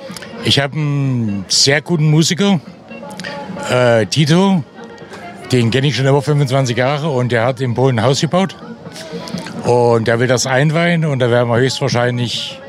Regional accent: Frankfurt, Hesse, Germany; ich komme aus Frankfurt. Aber ein bisschen Polnisch kann ich auch. Ne, rozumiem po polsku.

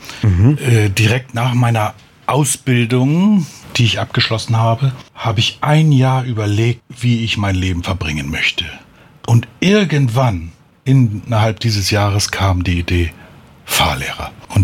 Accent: Hamburg, Germany; now in Darmstadt area, Germany; Nein, so wirklich Darmstädter bin ich nicht. Mhm. Ursprünglich komme ich aus Hamburg und da ist schon eine andere Stimmung. Von Hamburg nach ins Rhein-Main-Gebiet war schon ein Umstieg

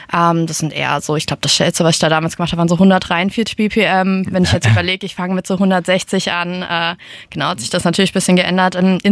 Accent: Hesse, Germany; Tatsächlich bin ich im Hintertaunus aufgewachsen. Ist eher so ein bisschen ländlicher, dörflicher Bereich.

